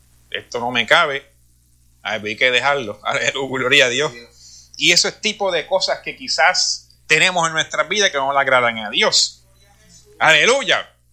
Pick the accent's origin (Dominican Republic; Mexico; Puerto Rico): Puerto Rico; Mayagüez; en mi pueblo, en Mayagüez, Puerto Rico